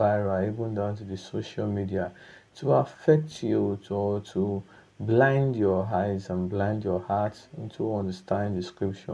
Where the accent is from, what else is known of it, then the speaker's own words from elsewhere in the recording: Okada, Edo, Nigeria; from Okada Town, Edo State, Nigeria.